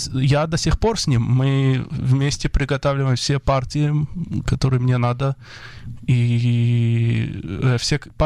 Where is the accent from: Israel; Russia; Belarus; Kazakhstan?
Israel; born there; Russian is a second language; родился я в Израиле.